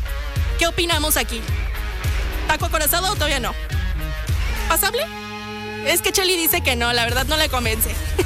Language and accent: Spanish; Mexico; Miren, soy mexicano